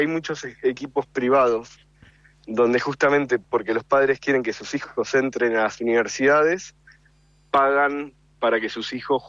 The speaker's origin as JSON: {"language": "Spanish", "region": "Buenos Aires", "country": "Argentina", "tie": "born or raised there", "also_born_or_lived": "La Boca, Buenos Aires", "said": "No, nací en La Boca, pero viví siempre en Núñez, Belgrano."}